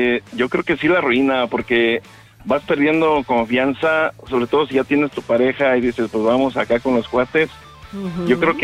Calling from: León, Guanajuato, Mexico; No hablo de Mexicali, pero hablo de León, Guanajuato.

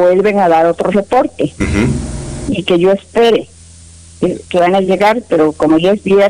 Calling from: Arriaga, Chiapas, Mexico; Y hablo de Arriaga

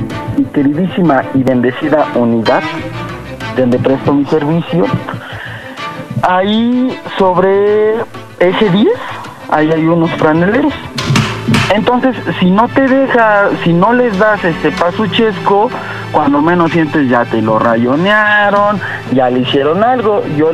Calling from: Mexico City, Mexico; De la CDMX.

